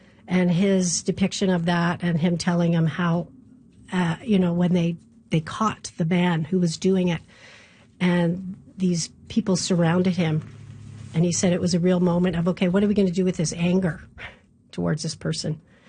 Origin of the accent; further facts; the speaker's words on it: Halifax, Nova Scotia, Canada; I'm so happy to be in my hometown in Halifax.